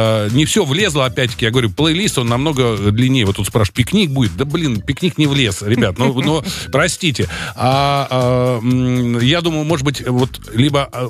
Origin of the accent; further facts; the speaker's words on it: Moscow, Russia; also born or lived in Saint Petersburg; До сих пор многие люди думают, что я из Питера, хотя коренной москвич.